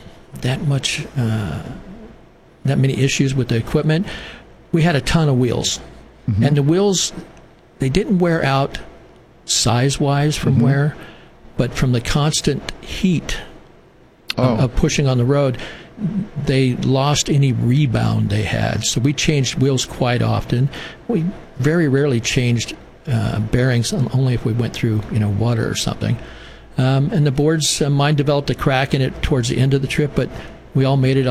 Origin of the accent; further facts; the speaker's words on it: United States; I grew up on Air Force bases all over the country. I went to 17 schools between kindergarten and my sophomore year.